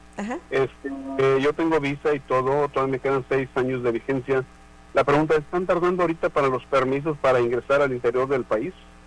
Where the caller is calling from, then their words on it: Mexico; vivo en México.